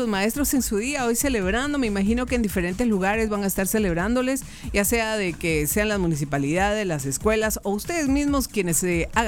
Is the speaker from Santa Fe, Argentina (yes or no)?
yes; Rosario, Santa Fe, Argentina; el Rosario, nació en mi ciudad, te digo. Entonces, muy contento, nació en 1987. No, en el Rosario, en mi pueblito.